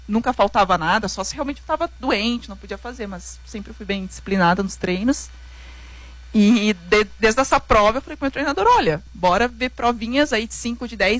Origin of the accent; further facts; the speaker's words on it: Porto Alegre, Rio Grande do Sul, Brazil; eu decidi fazer em Porto Alegre, que era, enfim, onde eu cresci, né?